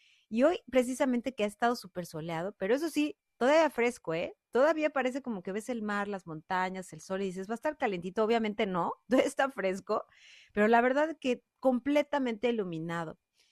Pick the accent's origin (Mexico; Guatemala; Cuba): Mexico; now in Vancouver, Canada; Vancouver, Canadá, porque sabes que en semanas pasadas estuve en Ciudad de México, ¿cómo no? En mi país